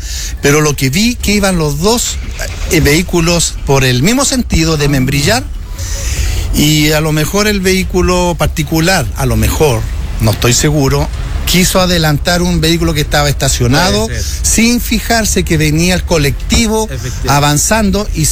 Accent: Bulnes, Ñuble, Chile; now in Curicó, Chile; Yo soy de Bulnes, de la segunda compañía del cuerpo de bomberos. Y me vine a Curicó y ando trabajando acá.

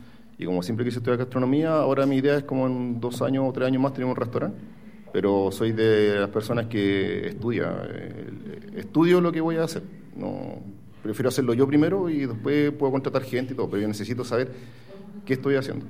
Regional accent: Iquique, Tarapacá, Chile; moved away as an adult; now in Quillota, Chile; Yo soy de Iquique, nacido y criado en Iquique. Y me vine acá a estudiar otra carrera

